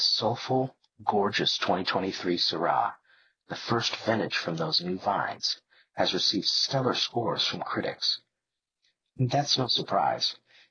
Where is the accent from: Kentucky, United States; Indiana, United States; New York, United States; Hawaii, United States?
New York, United States; Brooklyn; now in Austin, United States; I'm from Brooklyn. I get nervous when I'm too far from the nearest Talua, Vietnamese pork sausage.